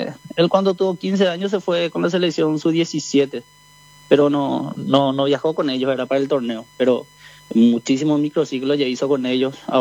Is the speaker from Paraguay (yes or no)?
yes; Ñemby, Central, Paraguay; somos de Ñemby.